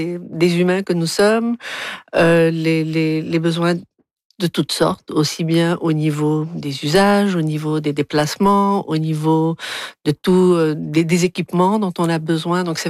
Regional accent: Algiers, Algiers Province, Algeria; Alors, je dois préciser que je suis natif d'Alger.

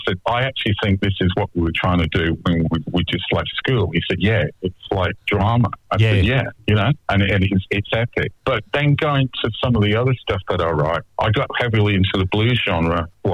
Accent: Manchester, North West England, United Kingdom; born there; I was born in Manchester, not very far from Liverpool

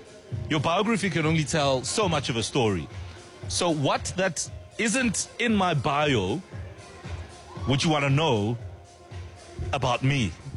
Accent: Soweto, Gauteng, South Africa; born there; the day and year I was born in Dube, Soweto

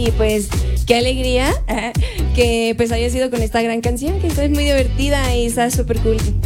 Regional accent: Ciudad Juárez, Chihuahua, Mexico; todas nosotras somos de Ciudad Juárez, Chihuahua. … tengo 25 años, ya casi cumplo 26.

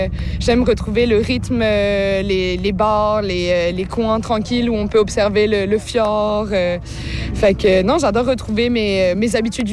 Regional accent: Réunion, France; Je suis originaire de la France. J'ai grandi à l'île de la Réunion.

